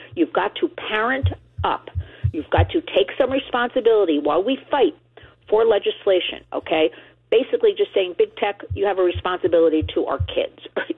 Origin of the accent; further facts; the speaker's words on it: New Jersey, United States; I'm glad you brought up Congressman Chris Smith from New Jersey. Everybody, my home state, proud to say.